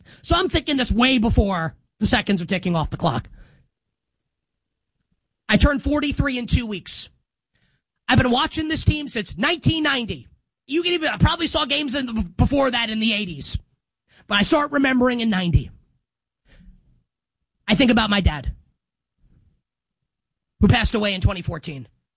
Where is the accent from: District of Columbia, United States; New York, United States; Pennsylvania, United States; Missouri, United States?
New York, United States; And I don't want to turn this into just all New York, but I'm from New York, right?